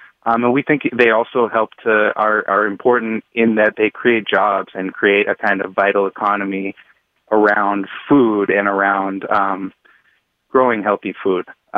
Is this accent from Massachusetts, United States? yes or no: yes; Dorchester, Massachusetts, United States; I grew up in Dorchester and I certainly didn't think that I could become a farmer. You know, in my mind, becoming a farmer would have meant moving out to Nebraska or something like that.